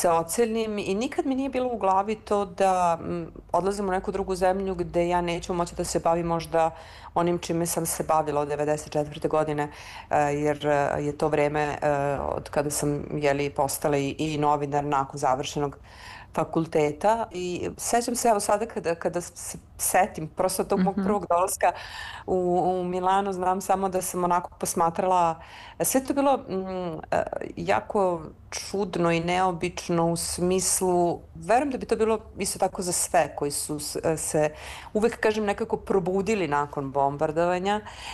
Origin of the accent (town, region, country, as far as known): Belgrade, Serbia; born or raised there